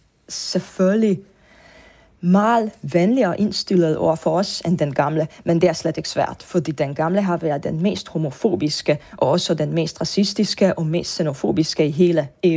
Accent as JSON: {"language": "Danish", "country": "Hungary", "second_language": "Danish", "lives_now": "Budapest, Hungary", "said": "som ungar er man faktisk vant til ikke at se regnbueflag alle steder i byen, hvor der er Pride."}